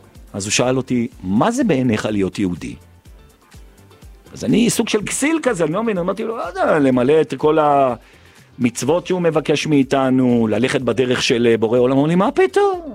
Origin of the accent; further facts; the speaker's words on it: Jerusalem, Jerusalem District, Israel; הוריי דתיים, משפחתי, המשפחה שלי, אני גדלתי עם חרדים, במאה שערים, אני גדלתי ברחוב הנביאים, שזה בסמוך למאה שערים, וגדלתי עם האשכנזים והמזרחים במאה שערים.